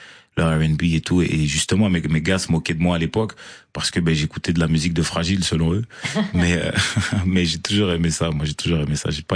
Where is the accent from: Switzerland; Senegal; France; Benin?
France; Marseille, Provence-Alpes-Côte d'Azur; quand je dis des fois aux gens que je viens de Marseille, ils disent mais tu dégages pas du tout la vibe de Marseille